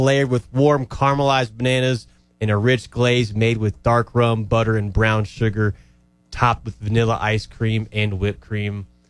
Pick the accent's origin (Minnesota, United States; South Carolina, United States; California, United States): South Carolina, United States; now in Albuquerque, United States; I'm from South Carolina, but I've only been here for 4.5 years now, right?